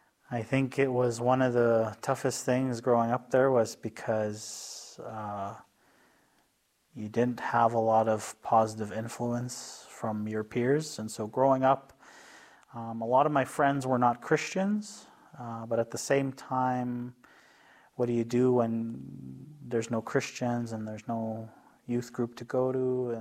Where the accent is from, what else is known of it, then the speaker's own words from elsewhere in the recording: Cumberland House, Saskatchewan, Canada; Living in Cumberland House, you're tuned in with nature quite a bit.